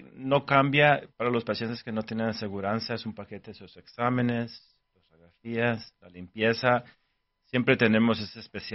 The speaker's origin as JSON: {"language": "Spanish", "region": "Nayarit", "country": "Mexico", "said": "Yo soy de México."}